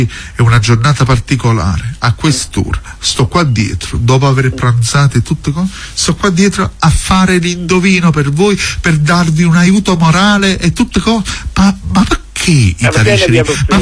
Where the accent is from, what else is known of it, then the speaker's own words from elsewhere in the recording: Torre del Greco, Campania, Italy; born there; Io sono nato a Torre del Greco.